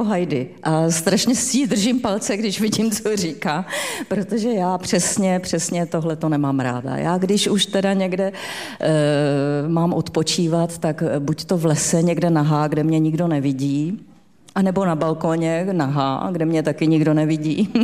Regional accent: Olomouc, Olomouc Region, Czechia; jsem Moravačka, původem z Olomouce, takže Moravu miluju a nedám na ní dopustit a vždycky říkám, jsem Moravák, nejsem Čech.

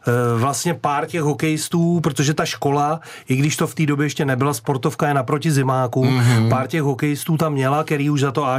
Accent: Litvínov, Ústí nad Labem Region, Czechia; jsem se narodil v Litvínově

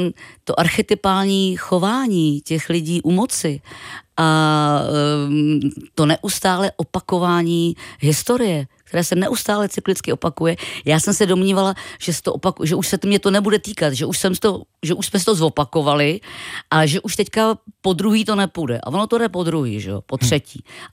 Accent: České Budějovice, South Bohemian Region, Czechia; to je v podstatě moje dětství v Českých Budějcích.

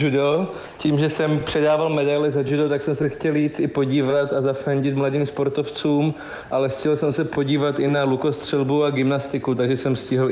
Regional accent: Zlín Region, Czechia; jsem mohl nést vlajku ještě za Zlínský kraj, jsem hrdý na to, odkud pocházím

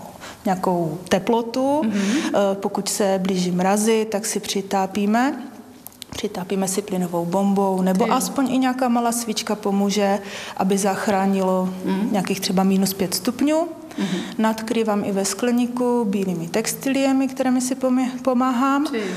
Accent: Ostrava, Moravian-Silesian Region, Czechia; já jsem z Hrabové, mý rodiče jsou z Hrabové

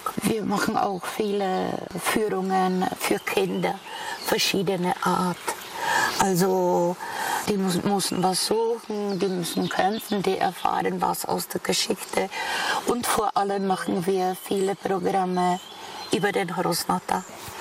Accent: Aš, Karlovy Vary Region, Czechia; So bin ich in Asch geboren.

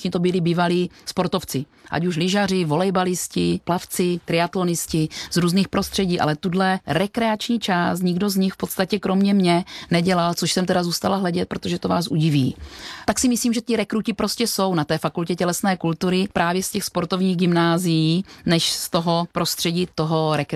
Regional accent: Znojmo, South Moravian Region, Czechia; A já miluju přírodu, vodu, protože své dětství jsem strávila na Vranovské přehradě u Znojma, kde rodiče mé mámy měli chatu, nejkrásnější období mýho života.

